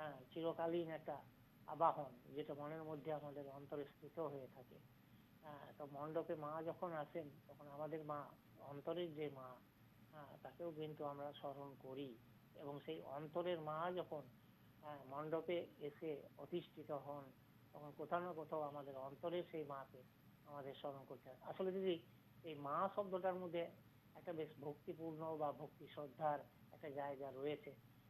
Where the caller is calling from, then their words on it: Dubrajpur, West Bengal, India; হ্যাঁ, আমি পশ্চিমবঙ্গের বীরভূম জেলার দুবরাজপুর থেকে